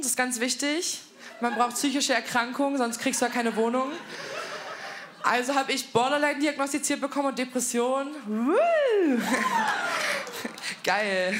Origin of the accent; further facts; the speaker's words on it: Berlin, Germany; ich komme offensichtlich aus Berlin, aber ich trinke seit 7 Jahren keinen